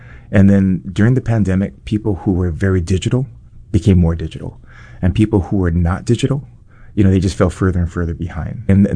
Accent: Kailua, Hawaii, United States; also born or lived in Molokai; You know, I grew up on Oahu, in Kailua. And, we moved over to Molokai.

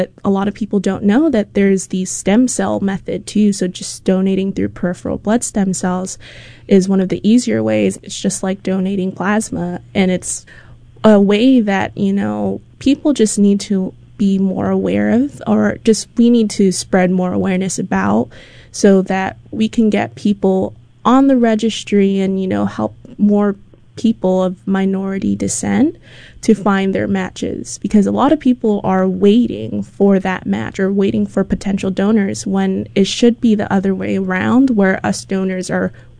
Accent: Hawaii, United States; it's one thing that I grew up with here in Hawaii

